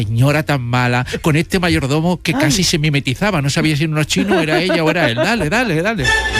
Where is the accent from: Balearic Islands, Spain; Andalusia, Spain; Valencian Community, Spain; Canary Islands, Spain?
Andalusia, Spain; porque en mi pueblo, en Cádiz, entraba lava, derretía por las ventanas, un calor tremendo